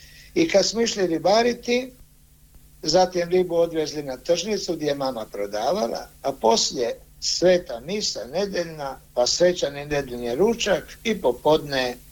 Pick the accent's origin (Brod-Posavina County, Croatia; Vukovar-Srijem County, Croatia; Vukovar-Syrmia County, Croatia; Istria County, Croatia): Istria County, Croatia; Pula; Ja sam rođen u Puli 1959. u ribarskoj obitelji. Stanovali smo u Prvomajskoj na početku kod Zlatnih vrata, a zatim na Stoji i poslije na Velom vrhu.